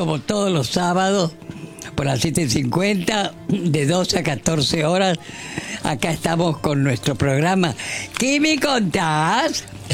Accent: Paraná, Entre Ríos, Argentina; mi familia, bueno, yo soy de Paraná

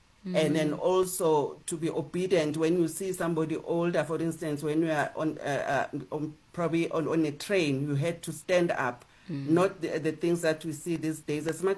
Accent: Soweto, Gauteng, South Africa; I'm from a family of six, and I grew up in Soweto, and my mother never worked a day, and my dad used to be a truck driver, so he was never home.

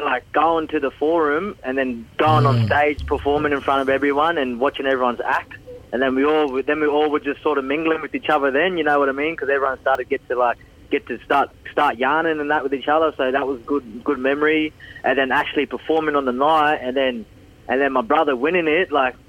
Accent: Brisbane, Queensland, Australia; born there; also born or lived in Sydney; it's actually a good, nice little place, you know what I mean, in Inala. And it's really multicultural, sort of like Sydney. And we grew up in Sydney as well with our dad, and then grew up in Inala with our mum.

